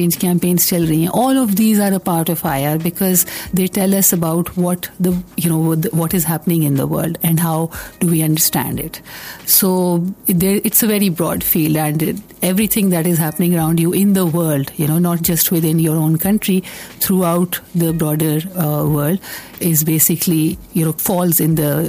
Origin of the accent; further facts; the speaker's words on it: Pakistan; events that shape each of us as a Pakistani, you know, when we look at our political system and what it is providing for us.